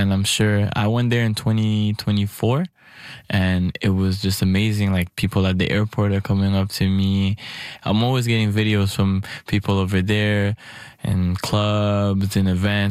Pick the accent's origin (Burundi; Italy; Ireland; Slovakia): Burundi; moved away; I came from Burundi in 2010. I immigrated here with my whole family and our culture has been stuck with us ever since. And everywhere I go, I always meet Burundians that just look like me, that grew up the same way as me.